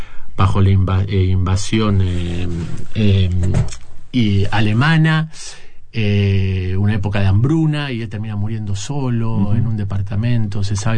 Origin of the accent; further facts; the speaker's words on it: Buenos Aires, Argentina; now in Montevideo, Uruguay; cuando apareció la oportunidad de venir a vivir a Montevideo, enfrente de Buenos Aires, yo soy porteño